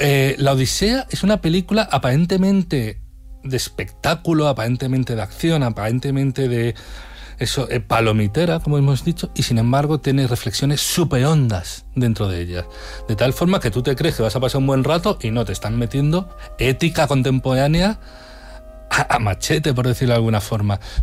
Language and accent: Spanish; Spain; yo soy español, es decir, occidental